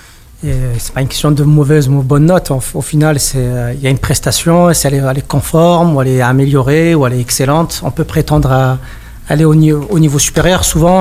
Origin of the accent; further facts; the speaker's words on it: Toulon, Provence-Alpes-Côte d'Azur, France; je suis de Toulon, j'ai 41 ans depuis une dizaine de jours.